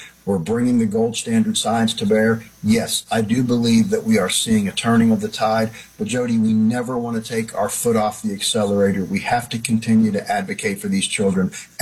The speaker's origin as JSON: {"language": "English", "region": "Alabama", "country": "United States", "said": "You know, I come from Alabama. And we've taken an incredibly strong stance early on in protecting our children."}